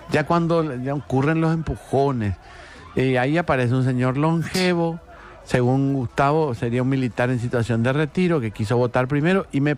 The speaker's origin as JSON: {"language": "Spanish", "country": "Paraguay"}